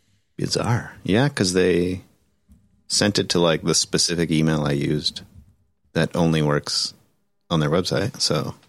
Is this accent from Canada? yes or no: yes; Canada; I'm Canadian